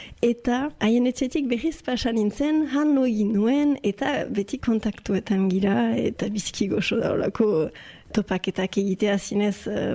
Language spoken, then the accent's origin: Basque; Bayonne, Nouvelle-Aquitaine, France; Baionakoa naiz, eta bon, oztakit importantea den, ogoita amabost urte ditut.